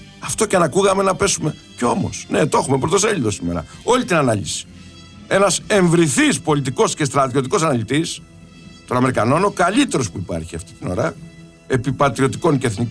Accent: Peloponnese, Greece; λόθια που λέγαμε και στο χωριό μου, λόθια, λόθια. Εγώ είμαι αιμοραΐτης.

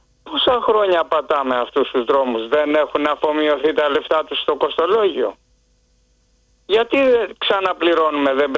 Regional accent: Piraeus, Attica, Greece; είμαι από Πειραιά.

